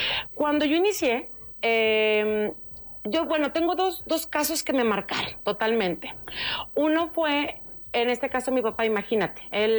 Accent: Mazatlán, Sinaloa, Mexico; bueno, yo soy de Sinaloa, de Mazatlán.

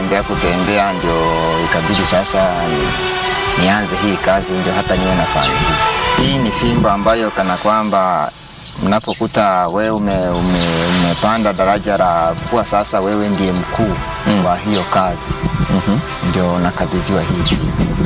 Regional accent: Tanzania; Sasa nilitoka hapa Tanzania nikaenda Nairobi. Fika pale Nairobi nikaenda kufanya kazi zangu.

